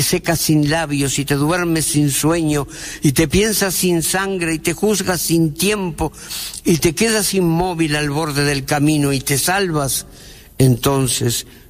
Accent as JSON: {"language": "Spanish", "region": "Montevideo", "country": "Uruguay", "said": "Yo soy un montevideano de clase media"}